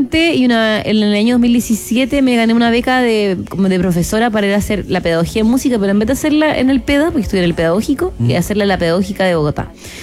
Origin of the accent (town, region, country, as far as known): Chile; now in Barcelona, Spain